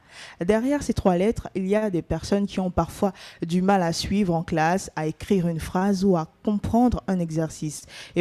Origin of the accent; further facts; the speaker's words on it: Gabon; Et chez nous au Gabon